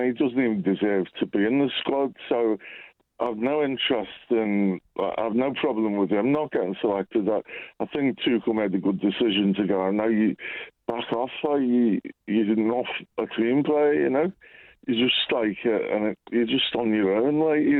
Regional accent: Wrexham, Wales, United Kingdom; accent: Scouse; now in Liverpool, United Kingdom; I mean, I've got a Scouse accent, but I'm actually Welsh. I'm from Wrexham.

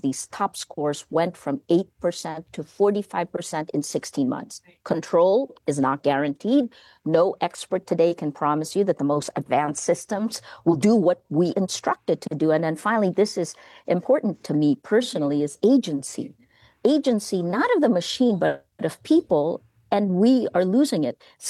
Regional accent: Philippines

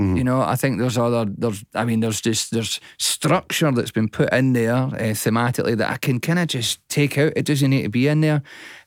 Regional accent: Scotland, United Kingdom; being Scottish

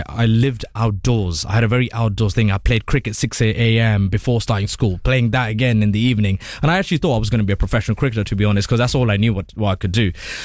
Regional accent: London, United Kingdom; also born or lived in Ilford; I'm a Zone 4 baby. Woodford Massive, that's how I say it. That's where I'm from. Not as hardcore streets of East London, but still rough enough when I grew up in school.

